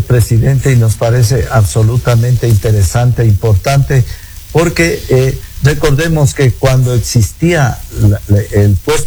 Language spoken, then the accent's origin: Spanish; Ecuador